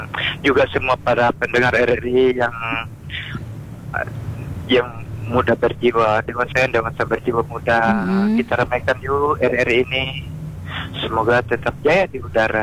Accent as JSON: {"language": "Indonesian", "town": "Mamuju", "region": "West Sulawesi", "country": "Indonesia", "said": "Ya Mamuju lah."}